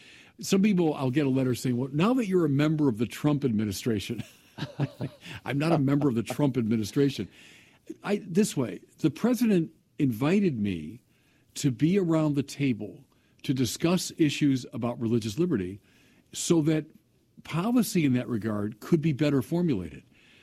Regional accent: United States; both as an American who reverences the First Amendment and as a Catholic who reverences Dignitatis Humanae.

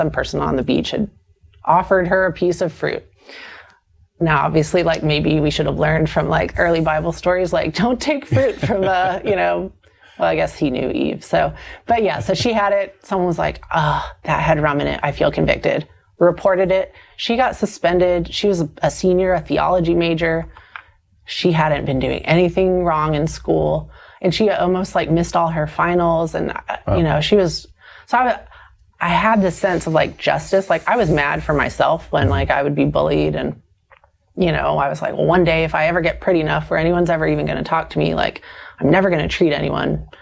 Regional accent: the South, United States; growing up in the South

